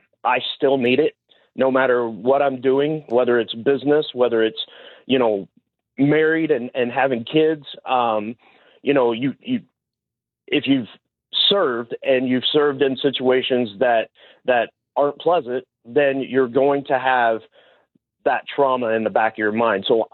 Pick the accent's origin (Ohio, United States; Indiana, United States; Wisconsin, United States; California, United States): Indiana, United States; moved away; back home in Indiana. You know, once my wife and I moved from Indiana up here, we moved up here 16 years ago.